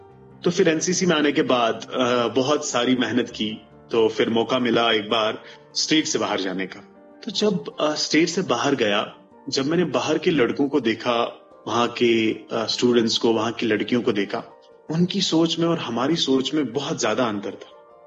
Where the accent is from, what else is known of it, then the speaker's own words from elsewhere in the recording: Bandipora, Jammu and Kashmir, India; अपना जो टाउन था बांडीपोरा, वहां एक हायर सेकेंडरी थी और मुझे मौका मिला, मैं गांव से टाउन की तरफ आ गया।